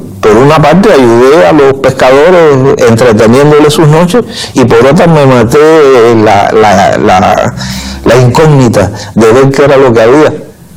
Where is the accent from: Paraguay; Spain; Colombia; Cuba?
Cuba; San Antonio de los Baños, Artemisa; cuando atacaron las bases de aquí de La Habana, de San Antonio de los Baños, que es mi pueblo.